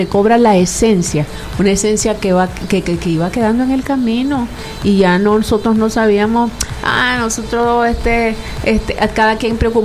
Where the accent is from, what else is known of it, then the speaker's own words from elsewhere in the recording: Nicaragua; Es un orgullo sentirse nicaragüense